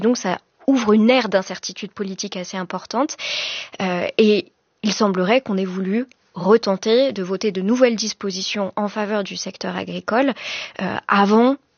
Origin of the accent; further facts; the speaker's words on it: France; chez nous en France